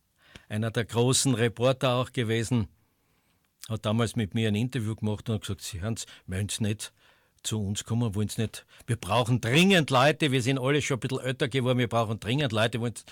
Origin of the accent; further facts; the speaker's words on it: Styria, Austria; accent: Styrian dialect; und ich war halt auch ein Steirer, der halt ein bisschen...